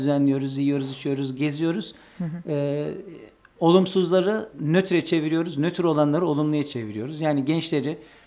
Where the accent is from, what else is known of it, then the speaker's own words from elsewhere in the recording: Kırşehir, Turkey; now in Yozgat, Turkey; Yozgat'tan geliyoruz ama Yozgatlı değilim, Kırşehirliyim ben de. Orada evet. Büyüdük, orada okuduk.